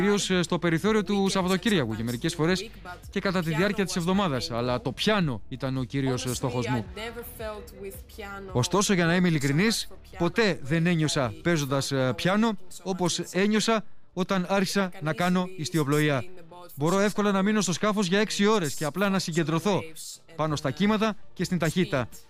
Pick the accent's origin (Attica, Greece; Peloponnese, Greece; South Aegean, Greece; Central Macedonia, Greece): Attica, Greece; Piraeus; also born or lived in Athens; Γεννήθηκα στην Αθήνα και μεγάλωσα στον Πειραιά. Πάντα ζούσα δίπλα στο νερό, δίπλα στη θάλασσα